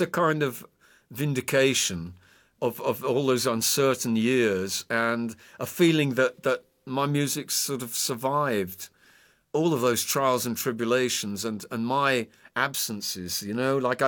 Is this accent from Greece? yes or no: no; Brazil; also born or lived in England; 54 years, 53 years of Brazil and 21 years of England makes me twice as Brazilian as I am English, in a wa